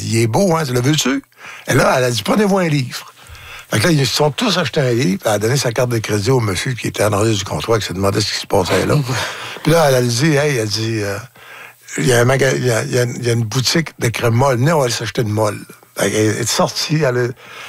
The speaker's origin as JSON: {"language": "French", "town": "Falardeau", "region": "Quebec", "country": "Canada", "said": "Je viens de Falardeau."}